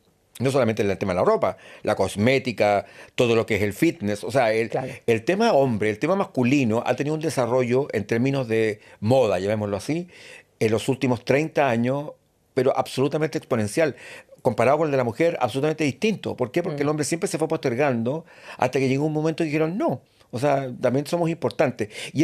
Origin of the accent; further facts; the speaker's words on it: Chillán, Ñuble, Chile; moved away as an adult; now in Santiago, Chile; yo soy de Chillán. Yo nací y estudié toda mi vida en Chillán, en el colegio seminario, que después se llamó Padre Hurtado, un colegio jesuita del mismo grupo del San Ignacio